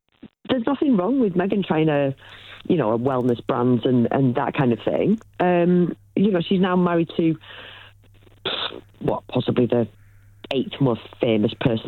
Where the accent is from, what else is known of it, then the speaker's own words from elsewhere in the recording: the north of England, United Kingdom; I'm white, I'm Northern.